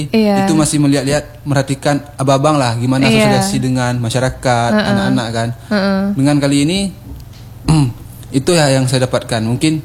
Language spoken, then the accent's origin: Indonesian; Aceh, Indonesia; saya juga orang Aceh Barat, warga Aceh Barat.